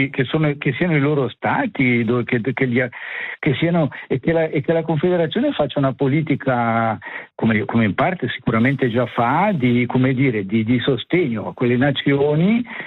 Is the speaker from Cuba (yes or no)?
no; Switzerland; io sono nato e cresciuto in Svizzera